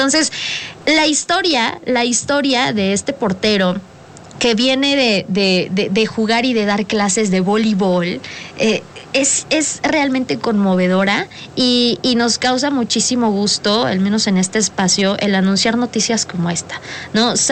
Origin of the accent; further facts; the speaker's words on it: Puebla, Mexico; las diferentes zonas que ya como poblanos al menos conocemos